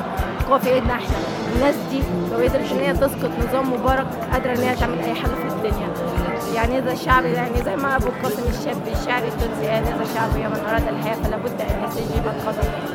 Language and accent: Arabic; Egypt; جاب حكومه رجال اعمال سرقونا احنا كمصريين، ما خلوش معانا حاجه.